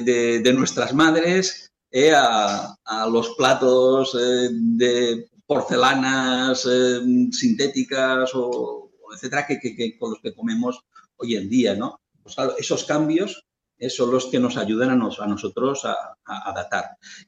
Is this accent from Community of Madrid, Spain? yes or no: no; Lleida, Catalonia, Spain; en una excavación cerca de Lleida, que es de donde yo soy.